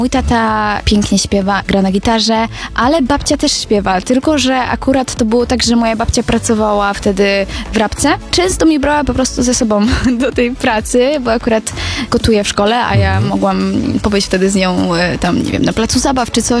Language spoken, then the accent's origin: Polish; Skrzydlna, Lesser Poland, Poland; Dokładnie, pochodzę ze Skrzydlnej, to jest taka mała wioska w powiecie limanowskim, piękne góry za oknem, widoki.